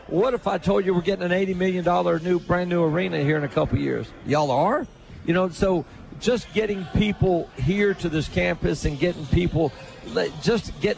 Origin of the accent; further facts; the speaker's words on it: Johnson City, Tennessee, United States; I grew up in Johnson City, so it's right beside.